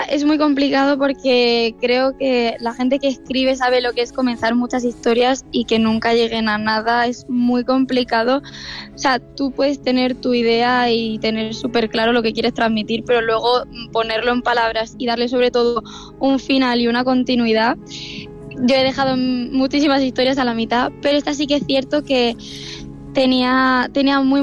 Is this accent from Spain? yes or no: yes; Murcia, Region of Murcia, Spain; De Murcia capital, exactamente, de centro. De hecho, cuando me confunden con el acento digo, no puede ser, si es súper reconocible.